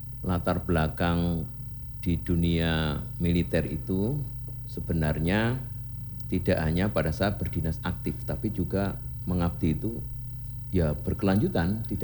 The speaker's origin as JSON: {"language": "Indonesian", "town": "Klaten", "region": "Central Java", "country": "Indonesia", "tie": "born or raised there", "also_born_or_lived": "Surakarta", "moved": "yes", "said": "sangat bangga sebagai Wong Solo. Walaupun saya aslinya di Klaten."}